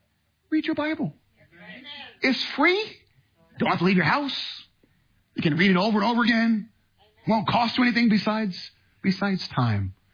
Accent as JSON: {"language": "English", "town": "San Diego", "region": "California", "country": "United States", "said": "And we came from Encanto in San Diego."}